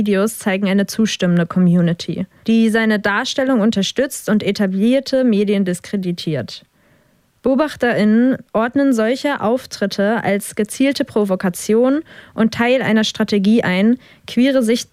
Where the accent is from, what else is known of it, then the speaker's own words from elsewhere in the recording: Khabarovsk, Khabarovsk Krai, Russia; Wir kommen eigentlich ursprünglich aus Khabarovsk.